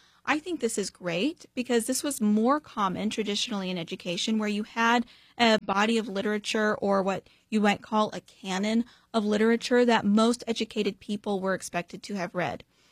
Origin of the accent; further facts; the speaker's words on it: Texas, United States; we talked about something that my home state, Texas, had gone viral for